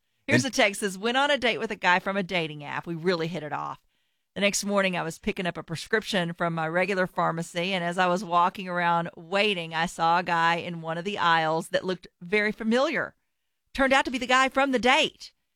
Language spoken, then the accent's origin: English; Texas, United States; Like, if I tell you I'm originally from Texas, you're always going to come up with a friend.